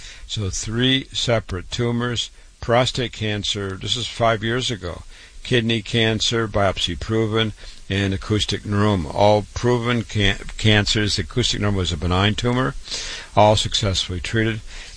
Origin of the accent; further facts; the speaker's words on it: Waterloo, Iowa, United States; board-certified doctor. I was born and raised in Waterloo, Iowa, public school, university MD at 25